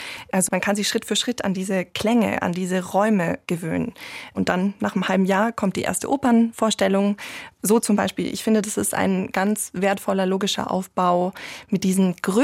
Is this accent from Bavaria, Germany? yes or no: yes; Munich, Bavaria, Germany; Ich bin Münchner Kindl, ne?